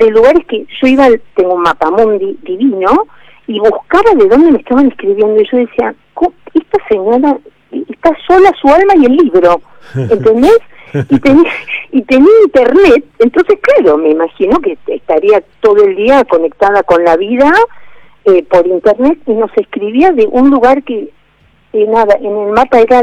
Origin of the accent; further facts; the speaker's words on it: Argentina; Yo soy argentina